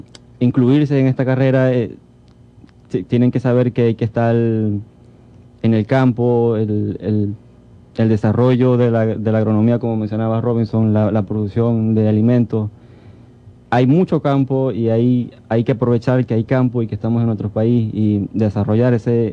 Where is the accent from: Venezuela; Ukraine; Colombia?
Venezuela; el venezolano creo que nos caracteriza por ser creyente y devoto a Dios.